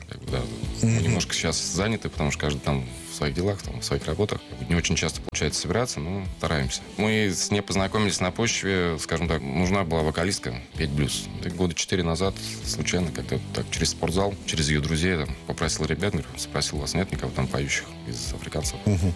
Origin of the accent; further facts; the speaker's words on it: Ryazan, Ryazan Oblast, Russia; moved away as an adult; now in Moscow, Russia; я сам родом из Рязани, да, ну, живу уже лет 15 раз, живу, работаю здесь, в Москве.